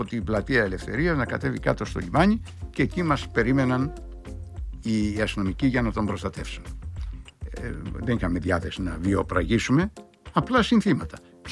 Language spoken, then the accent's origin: Greek; Crete, Greece; επειδή μεγάλωσα στην Κρήτη